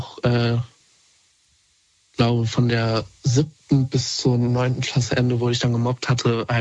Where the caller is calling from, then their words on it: North Rhine-Westphalia, Germany; Aus NRW, Nähe Paderborn.